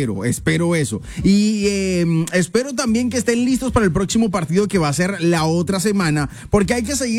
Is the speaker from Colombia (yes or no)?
yes; Colombia; de nosotros como colombianos.